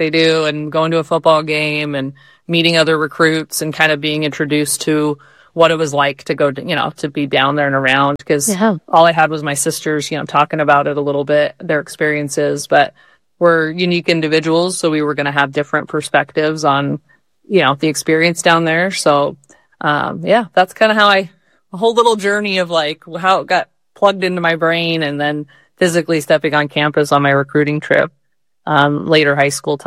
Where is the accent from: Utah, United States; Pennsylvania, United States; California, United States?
Utah, United States; Salt Lake City; just like I did growing up in Salt Lake too